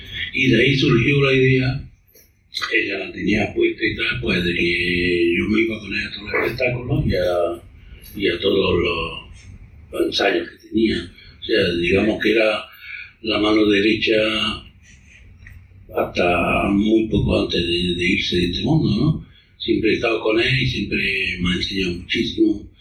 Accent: Granada, Andalusia, Spain; pero yo salí del Sagro Monte. Donde salieron, pues, Mariquilla, Mario, toda esta gente que hoy son figuras

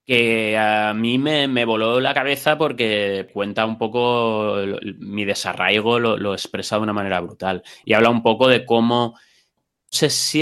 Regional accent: Madrid, Community of Madrid, Spain; born there; Yo nací en Madrid.

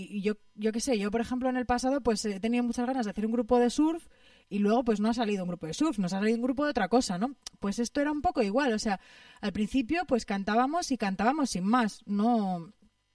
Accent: Extremadura, Spain; aunque en realidad en mi zona de Extremadura, o sea, en mi pueblo, no se toca el mortero, sino que se toca el almiréz, que es como el mortero de metal.

